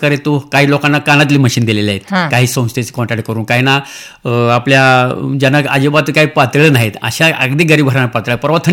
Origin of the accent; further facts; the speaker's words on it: Sangli, Maharashtra, India; माझं बालपण जनरली सांगलीमध्येच गेलं.